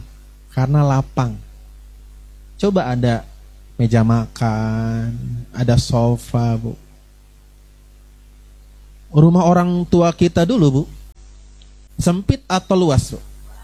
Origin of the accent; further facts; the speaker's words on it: Brebes, Central Java, Indonesia; Saya asalnya dari Brebes, Jawa Tengah.